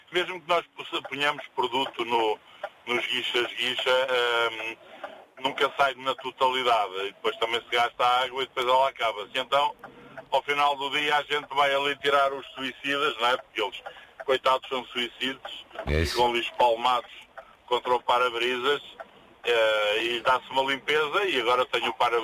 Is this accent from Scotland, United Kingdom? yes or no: yes; Bellshill, Scotland, United Kingdom; Portuguese is a second language; Eu venho do norte da Europa, eu venho do norte da Escócia.